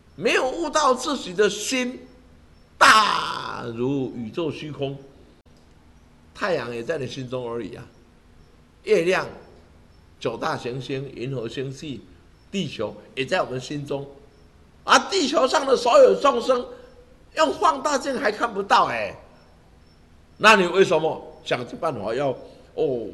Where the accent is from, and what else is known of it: Taiwan